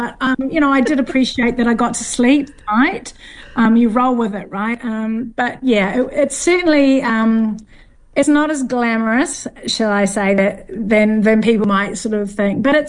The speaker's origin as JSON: {"language": "English", "region": "Northland", "country": "New Zealand", "tie": "born or raised there", "said": "saving up to go overseas, as us Kiwis do. But I learned a lot. From a foodie family background, growing up in the Bay of Islands, we grew everything."}